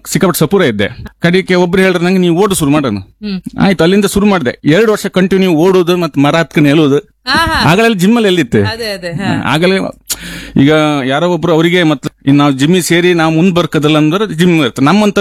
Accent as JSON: {"language": "Kannada", "town": "Basrur", "region": "Karnataka", "country": "India", "also_born_or_lived": "Koteshwar", "said": "ಬಸರೂರು, ಮೊದಲು ಹುಟ್ಟದ್ದು ಕೋಟೇಶ್ವರ."}